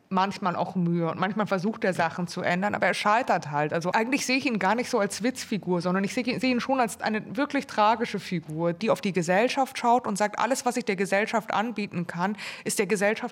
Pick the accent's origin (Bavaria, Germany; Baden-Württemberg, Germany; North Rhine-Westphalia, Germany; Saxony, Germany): Bavaria, Germany; Munich; Ich bin ja aus München